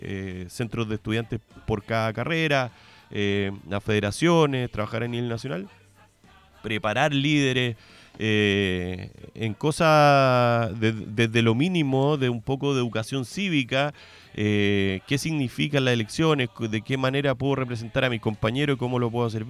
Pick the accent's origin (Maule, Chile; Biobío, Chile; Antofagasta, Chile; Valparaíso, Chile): Maule, Chile; Linares; now in Colina, Chile; yo me crié en Linares, en Hierbas Buenas, no sé, pues yo me sentía más cómodo acá, entonces yo soy corralero de toda la vida